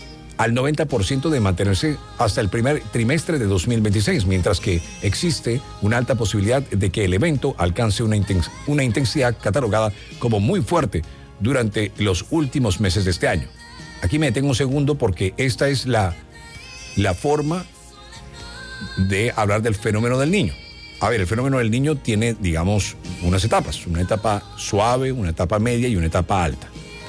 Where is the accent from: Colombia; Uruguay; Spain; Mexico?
Colombia